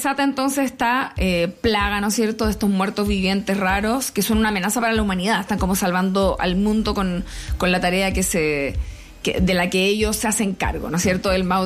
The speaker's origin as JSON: {"language": "Spanish", "town": "Rancagua", "region": "O'Higgins", "country": "Chile", "tie": "born or raised there", "also_born_or_lived": "Coya", "said": "Yo vengo de Rancagua, viví en Coya cuando era chica"}